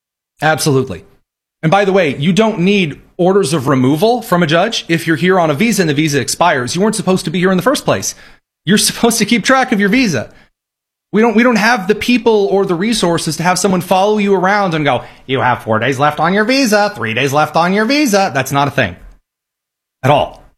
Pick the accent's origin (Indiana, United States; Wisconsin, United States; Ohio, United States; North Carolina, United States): Indiana, United States; my home state of Indiana.